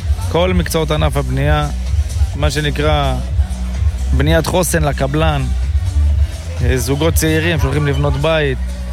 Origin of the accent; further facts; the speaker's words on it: Ashkelon, Southern District, Israel; אני מאשקלון, עובד באזור הדרום, 20-30 קילומטר פלוס